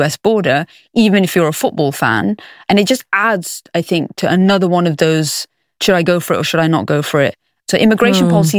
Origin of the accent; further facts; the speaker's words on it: United Kingdom; I've experienced this as a Brit who went to the US last year.